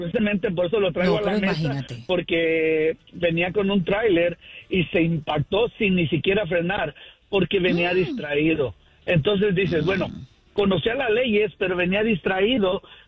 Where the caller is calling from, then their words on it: Sacramento, California, United States; Hablamos aquí de Lares, Sacramento, California.